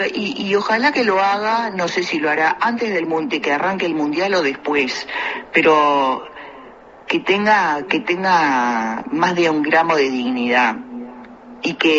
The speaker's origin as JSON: {"language": "Spanish", "country": "Uruguay", "said": "Nosotros como uruguayos"}